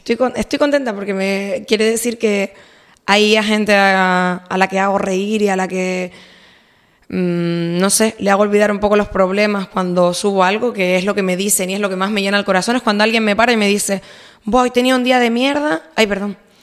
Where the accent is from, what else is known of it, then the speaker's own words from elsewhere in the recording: Canary Islands, Spain; Yo siento que soy la canaria que dice las cosas que un montón de gente piensa y nadie dice.